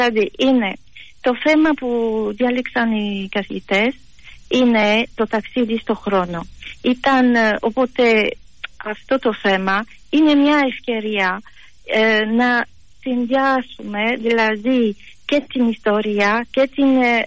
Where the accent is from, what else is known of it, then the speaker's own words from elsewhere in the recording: France; now in Patras, Greece; εγώ είμαι από την Γαλλία.